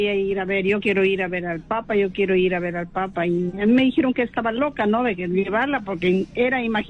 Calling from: Trujillo, La Libertad, Peru; de Trujillo.

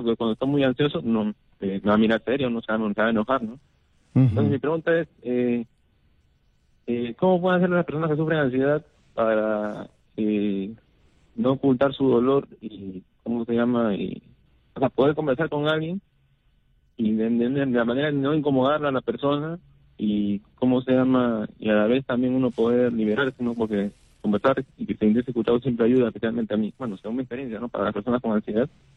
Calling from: Lima, Peru; lo llamo desde San Juan de Miraflores, cerca del puente de Alipio.

